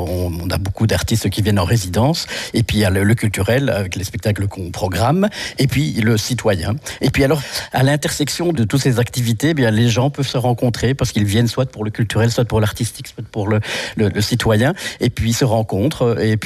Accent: Brussels, Brussels-Capital Region, Belgium; moved away as an adult; now in Genappe, Belgium; Je viens de Bruxelles.

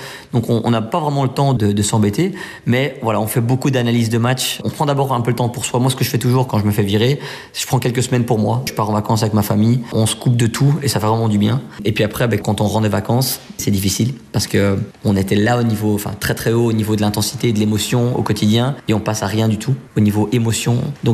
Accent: Belgium; Ouais, parce que Belgique, c'est mon pays. J'y suis né, j'ai vécu toute ma vie. Je suis belge, 100%. Mais mes origines sont espagnoles et italiennes.

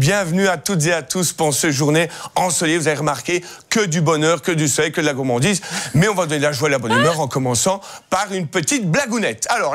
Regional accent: Belgium; On est belge, on aime la Belgique.

